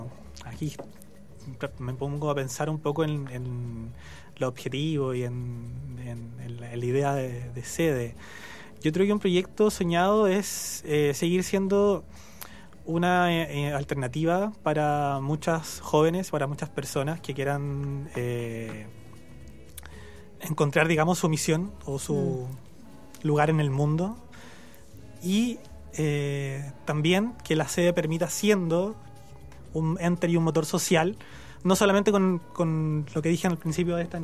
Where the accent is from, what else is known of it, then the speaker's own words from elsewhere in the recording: Quillota, Valparaíso, Chile; Soy de Quillota, entonces me trié en el campo. Uh-huh. O sea, yo no me trié con mar, con playa. Me trié con el río, lo trié con Cagua.